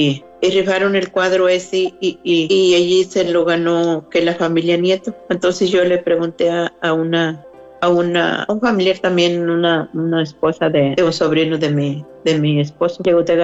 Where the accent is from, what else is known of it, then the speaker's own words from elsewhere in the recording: Mexico; moved away; Es un cuadro grandote, y cuando nos vinimos de México ya no cabía en la camioneta.